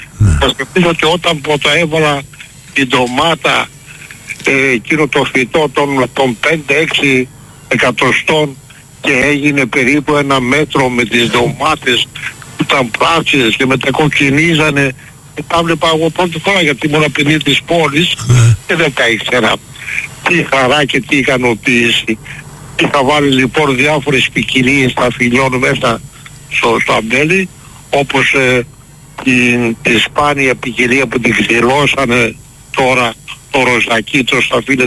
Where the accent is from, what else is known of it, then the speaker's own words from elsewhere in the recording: Thessaloniki, Central Macedonia, Greece; moved away as an adult; now in Michaniona, Greece; Είμαι Θεσσαλονικιός, παιδί του Βαρδαρίου. Βρέθηκα όμως στη Μηχανιώνα λόγω Συνδίου.